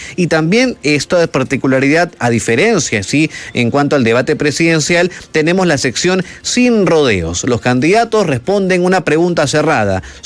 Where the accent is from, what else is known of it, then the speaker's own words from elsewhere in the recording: Peru; Nosotros como peruanos, como ciudadanos, siempre estamos ahí atentos a lo que sucede en nuestros distritos